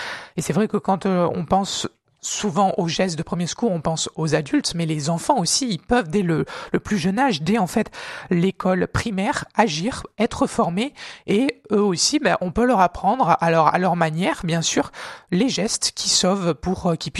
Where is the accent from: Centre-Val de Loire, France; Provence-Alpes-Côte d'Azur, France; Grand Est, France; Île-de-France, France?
Provence-Alpes-Côte d'Azur, France; On a pu le constater, hein, ces derniers mois, ces dernières années chez nous en Vaucluse.